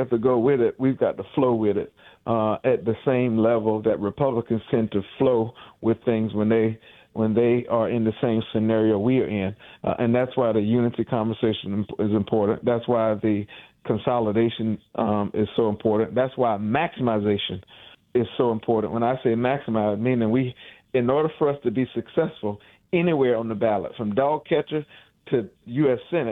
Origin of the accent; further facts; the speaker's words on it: South Carolina, United States; and then in my home state of South Carolina.